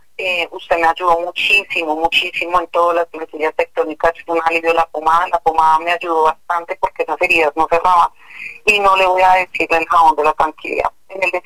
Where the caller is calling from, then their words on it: Cajicá, Cundinamarca, Colombia; Yo estoy llamando de acá, de Cajica, Cundinamarca.